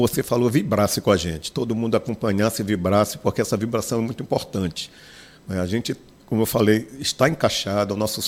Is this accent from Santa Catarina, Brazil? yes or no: no; Pará, Brazil; a gente, como é daqui da Amazônia, daqui do Pará, pertinho aqui do Marajó, que a gente conhece um pouco, né, dessa nossa história, da nossa, essa nossa pegada, o nosso sotaque